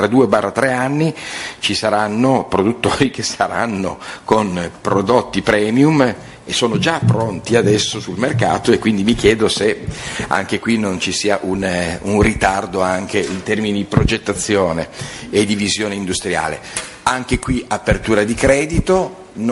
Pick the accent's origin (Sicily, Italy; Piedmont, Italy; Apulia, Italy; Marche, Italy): Piedmont, Italy; Turin; da torinese, da mirafiorese, credo di interpretare in maniera trasversale il pensiero anche di altri colleghi